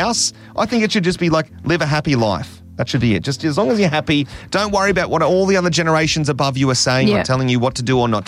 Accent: Dapto, New South Wales, Australia; I remember growing up in Dapto. I don't even remember there even being such thing as a cafe.

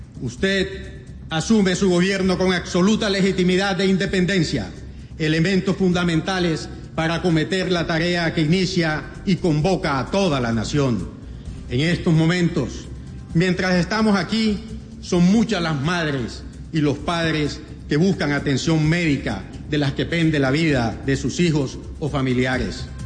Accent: Caribbean Region, Colombia; En nuestra costa Caribe, de donde usted y yo somos presidente de la República, abundan las familias que viven en el diario dilema

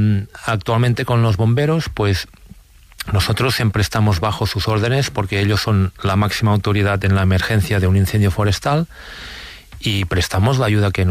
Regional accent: Sant Sadurní d'Anoia, Catalonia, Spain

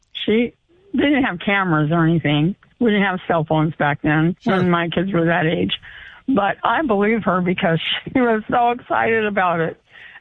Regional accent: California, United States; moved away as an adult; now in North Dakota, United States; I'm from California originally, and I say our best kept secret up here in North Dakota, because I've been here since 81, so I feel like a lifer.

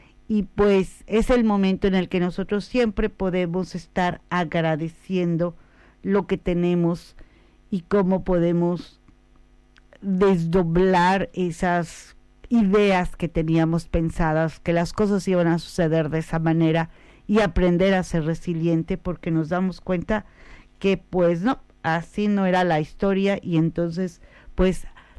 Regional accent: Mexico; soy mexicana, es honrar.

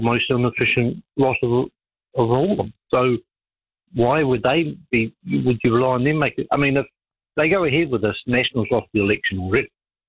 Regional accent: Westland, West Coast, New Zealand; Like, I've got family, or we come from Westland.

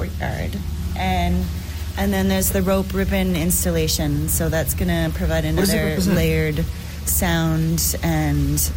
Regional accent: Winnipeg, Manitoba, Canada; I'm from Manitoba, Winnipeg.

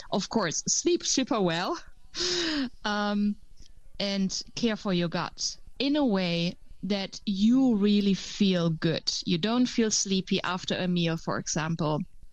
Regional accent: Germany; English is a second language; now in Netherlands

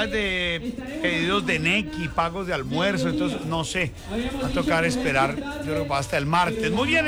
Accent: Colombia

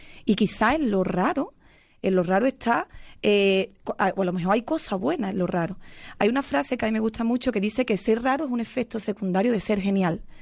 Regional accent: El Saucejo, Andalusia, Spain; en el Saucejo, en mi pueblo

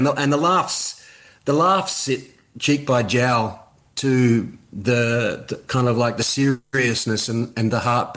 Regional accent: Adelaide, South Australia, Australia; But growing up in Adelaide, the surf is marginal, close by.

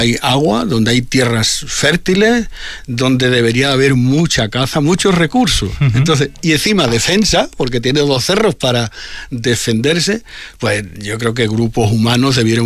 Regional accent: Badajoz, Extremadura, Spain; also born or lived in Don Benito; Yo, mi ciudad es Badajoz, nací en Don Benito, pero es verdad que vine muy pronto y que ya mis hijos nacieron aquí, entonces ya es Badajoz.

